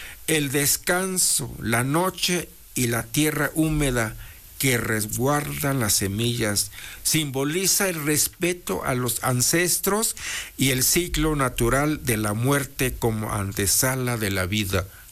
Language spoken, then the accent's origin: Spanish; Mexico; Allá en mi pueblo, no sé ustedes, pero allá por la región mixteca, en los árboles de guaje que llamamos nosotros